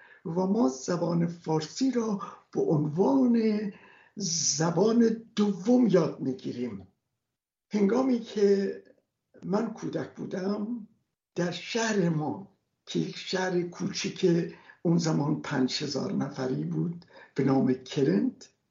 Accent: Iran; first language Gurani Kurdish; Persian is a second language; زبان مادری من فارسی نیست، کردی گورانی است

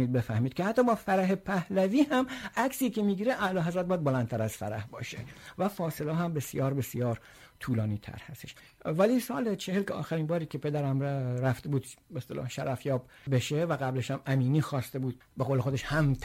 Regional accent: Dezful, Khuzestan, Iran; این وسط گیر افتاده بودیم که هم یه طرف دارای یه مادر عجم هستیم، ولی خب از طرف دیگه پدر ما لوره، خودمون هم توی دسفول چی شدیم، بزرگ شدیم. بنابراین ما این وسط با این دو تا سه تا فرهنگ همینجوری یه جورایی با هم دیگه سر میکرد.

